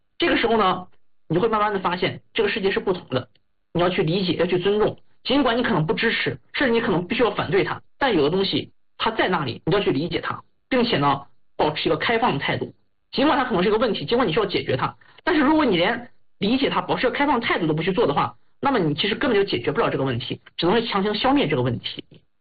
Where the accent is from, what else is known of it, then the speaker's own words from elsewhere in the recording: Binzhou, Shandong, China; now in Beijing, China; 好像就是跟滨州的一样，那赶紧就去了。后来一看，果然是我们老家老乡的人，真的是很难得。